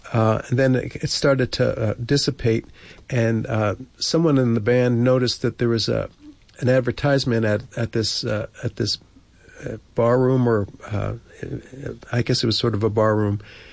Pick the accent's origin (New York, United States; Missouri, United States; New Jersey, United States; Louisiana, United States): New Jersey, United States; Colonia; also born or lived in Newark; Anyway, born in Newark. I grew up in Colonia, New Jersey, which is Woodbridge Township in kind of central Jersey, in a Middlesex County.